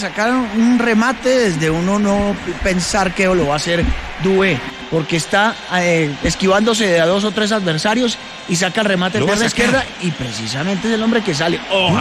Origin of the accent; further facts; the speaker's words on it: Ecuador; Soy ecuatoriano.